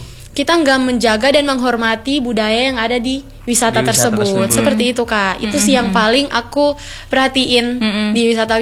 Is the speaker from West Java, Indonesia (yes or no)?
no; Central Sulawesi, Indonesia; aku besarnya di Sulawesi Tengah.